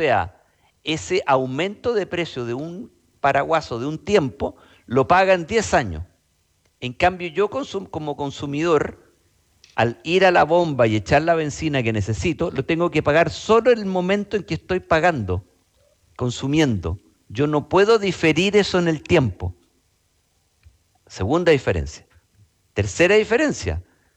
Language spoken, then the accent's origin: Spanish; Chile